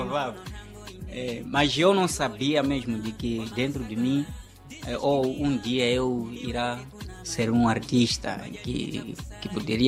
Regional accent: Vila Nova da Fronteira, Tete, Mozambique; moved away as an adult; Sou natural do distrito de Mutarara, mas estamos a falar de Vila Nova da Fronteira.

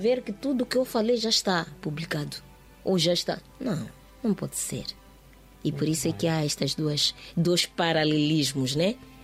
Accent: Mozambique; Mas nós todos somos moçambicanos, não pode ser.

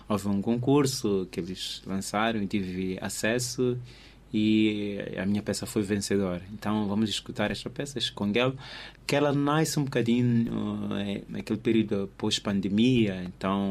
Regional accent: Mozambique; Sou moçambicano e gostava muito que Moçambique saísse do anonimato quando se falasse de música erudita, né?

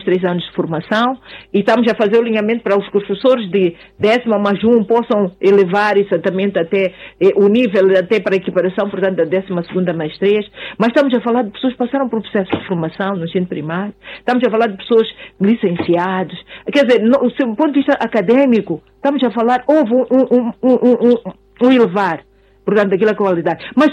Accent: Mozambique

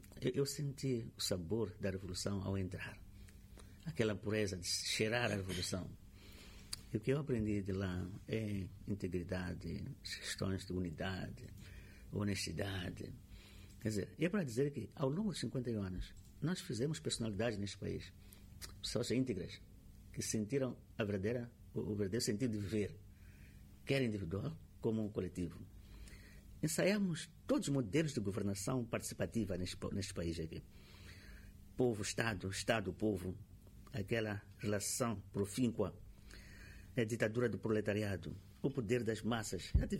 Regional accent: Mozambique; Por isso que a África do Sul não tinha, por exemplo, essa questão de xenofobia, pelo menos para nós, como moçambicanos.

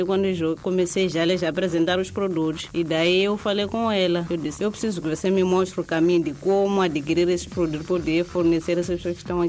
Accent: Manjacaze, Gaza, Mozambique; Sou natural de Manjacaze.

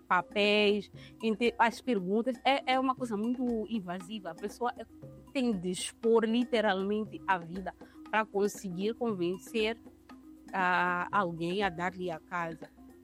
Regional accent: Mozambique; now in France; Então, quando digo sou de Moçambique, dizem, Moçambique, onde que é? Eu não conheço. Que língua falam? Então, é interessante ser mulher e ser moçambicana a viver na França por causa disso.

